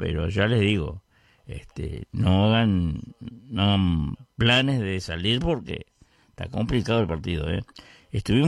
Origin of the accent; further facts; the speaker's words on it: Uruguay; siendo uruguayo